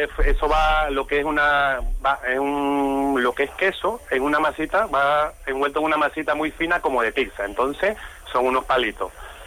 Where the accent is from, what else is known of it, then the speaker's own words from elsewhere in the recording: Bolivia; moved away; Yo soy boliviano.